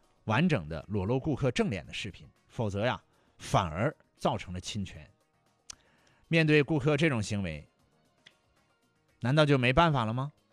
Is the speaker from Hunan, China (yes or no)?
yes; Hunan, China; 咱们湖南人吃得苦、霸得蛮、耐得烦的精神体现